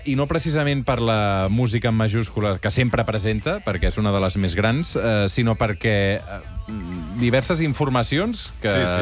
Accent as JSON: {"language": "Catalan", "region": "Catalonia", "country": "Spain", "said": "de la manera que som els catalans"}